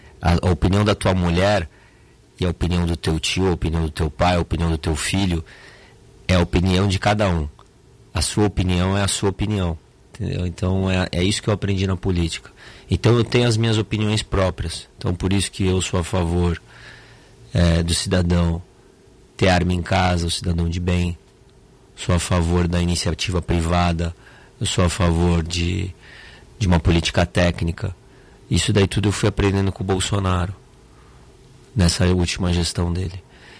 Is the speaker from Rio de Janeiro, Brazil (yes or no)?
no; Santos, São Paulo, Brazil; Eu sou da cidade de Santos, nascido e crescido. Minha mulher, a gente mora em Santos.